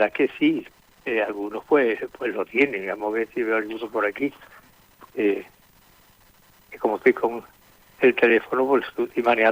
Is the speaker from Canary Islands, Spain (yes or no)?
no; Andalusia, Spain; Yo soy andaluz y no tengo que estar reafirmándome.